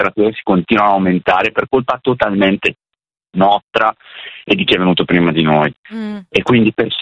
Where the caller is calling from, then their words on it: Clusone, Lombardy, Italy; io sono di Clusone, quindi valseriana